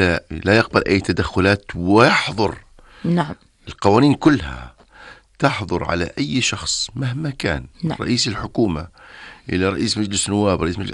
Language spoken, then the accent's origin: Arabic; Jordan; لما ذهبنا نحن أردنيين إلى المدارس